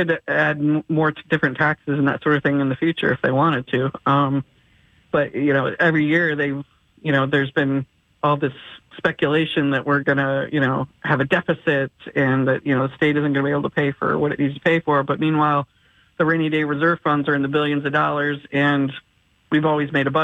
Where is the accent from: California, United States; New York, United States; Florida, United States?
New York, United States; I've been here for like 30 years, but I grew up in New York.